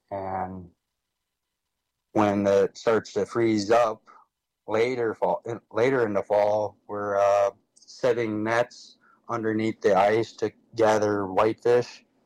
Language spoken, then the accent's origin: English; Ambler, Alaska, United States; I am originally from Ambler, Alaska. I've lived there most of my life.